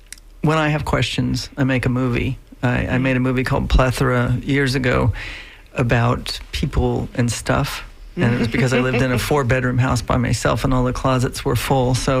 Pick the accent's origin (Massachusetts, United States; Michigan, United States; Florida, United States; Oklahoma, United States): Florida, United States; Tampa; also born or lived in Key West; I was born in Key West and grew up in Tampa.